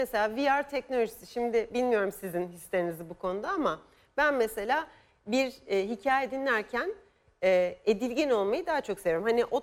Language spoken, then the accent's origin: Turkish; İzmir, Turkey; Bir İzmirli olarak